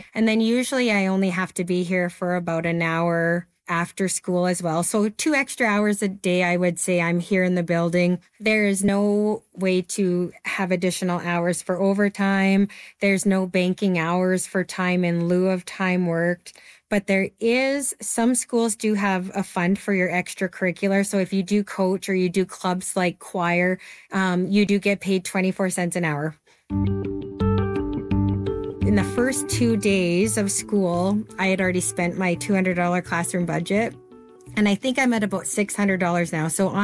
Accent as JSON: {"language": "English", "town": "Lethbridge", "region": "Alberta", "country": "Canada", "said": "I am from Lethbridge, Alberta."}